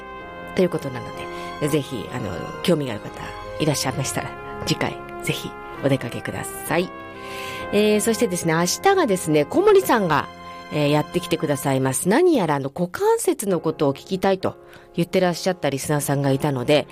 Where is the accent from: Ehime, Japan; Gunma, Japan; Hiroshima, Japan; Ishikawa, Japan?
Gunma, Japan; accent: Gunma dialect